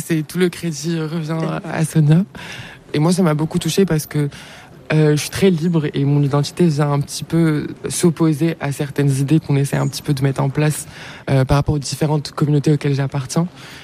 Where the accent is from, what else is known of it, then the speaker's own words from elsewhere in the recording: Morocco; Je suis une femme, je suis immigrée, je suis marocaine, africaine, amazigh, musulmane, trans.